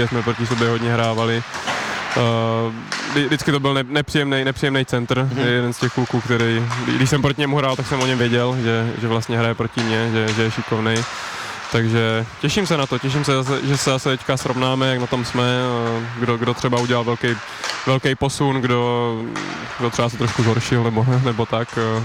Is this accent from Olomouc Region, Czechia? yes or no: yes; Uničov, Olomouc Region, Czechia; also born or lived in Zlín; já jsem se narodil ve Zlíně, ale rodiče jsou z Uničova, já jsem se tam jenom narodil a hned potom jsem vlastně přejel do Uničova, ale vlastně v Uničově jsem vyrůstal, hrál jsem tam za HC Uničov